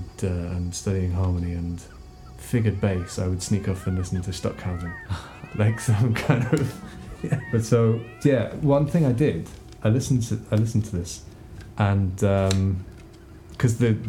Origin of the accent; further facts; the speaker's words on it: Shetland Islands, Scotland, United Kingdom; You know, I grew up on the Shetland Islands, out in the middle of the North Sea.